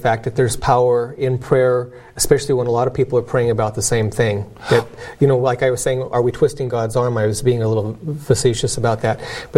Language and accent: English; St. Maries, Idaho, United States; it turned out that I told him I was from St. Mary's, Idaho.